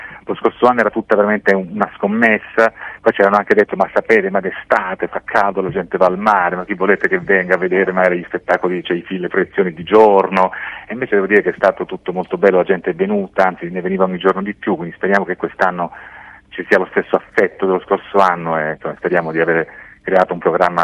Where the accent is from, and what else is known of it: Sicily, Italy; now in Milan, Italy